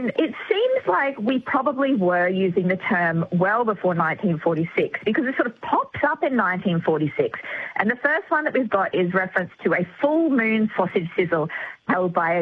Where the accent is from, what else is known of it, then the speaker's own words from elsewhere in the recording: Queensland, Australia; you know, I grew up in Queensland, so I call the thing that you get at a sausage sizzle a sausage in bread.